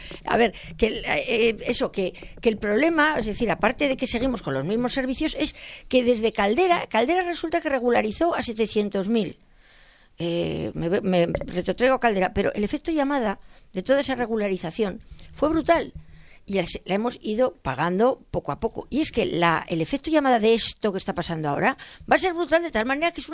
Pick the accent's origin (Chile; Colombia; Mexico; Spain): Spain